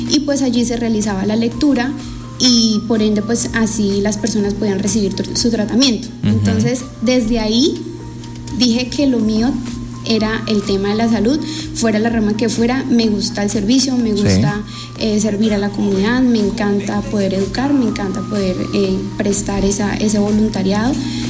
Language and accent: Spanish; Líbano, Tolima, Colombia; born there; Soy nacida en el Líbano, Tolima, pero pues digamos que por diferentes circunstancias de la vida tuve que emigrar a diferentes zonas